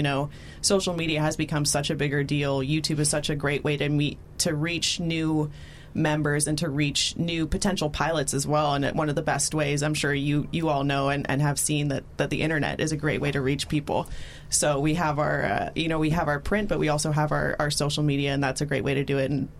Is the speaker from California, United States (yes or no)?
yes; Los Angeles, California, United States; that's my community. I'm from Los Angeles.